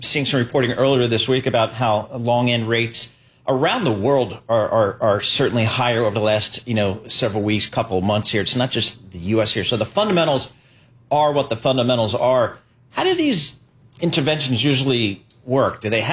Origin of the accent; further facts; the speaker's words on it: Ireland; I wear sunblock, right? That's, I'm Irish.